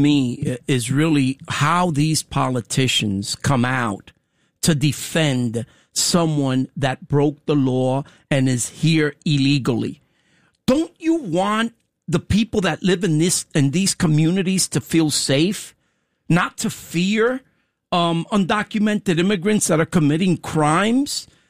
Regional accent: New York, United States; You know, New Yorkers, I'm a New Yorker.

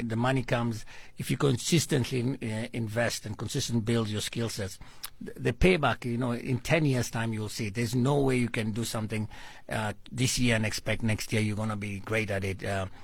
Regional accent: Kenya; moved away as an adult; now in South Africa; I'm a Kenyan

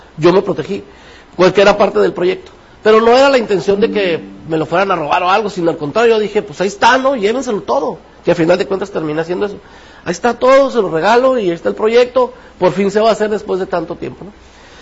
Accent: Mexico; pues yo soy muy mexicano, ¿no?

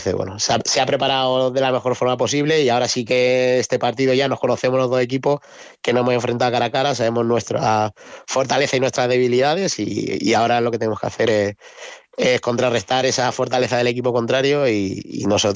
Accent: Puertollano, Castilla-La Mancha, Spain; yo que soy aquí de Puerto Llano

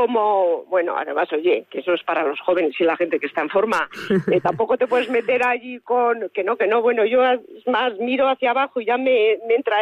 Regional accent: Zamora, Castile and León, Spain; Si nosotros somos de Zamora

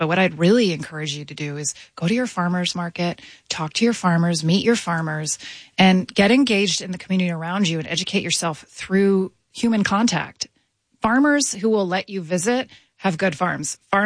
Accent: Florida, United States; Well, I grew up in Florida in the swamps in my backyard, and there were these ducks that used to lay their eggs and babies right in my mom's flower bed.

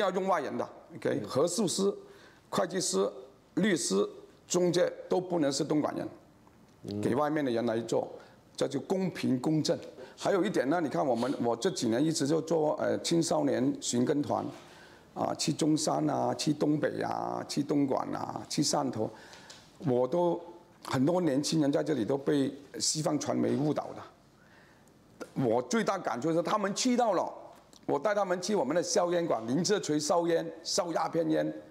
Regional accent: Malaysia; now in Australia; 特别我们马来西亚华人，他们语言非常丰富的。

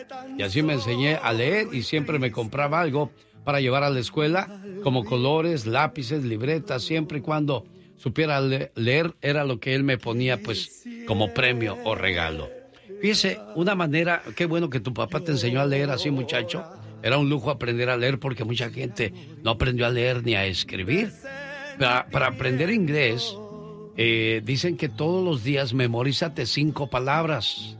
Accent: Tlalpan, Mexico City, Mexico; Yo soy del DF. De Tlalpan, específicamente, donde nació el caldo tlalpeño. Tengo recuerdos de cuando vivía allá con mis papás.

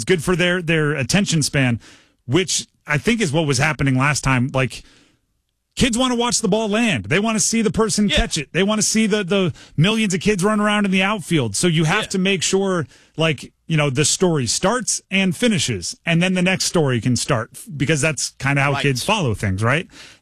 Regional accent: East Coast, United States; growing up on the East Coast

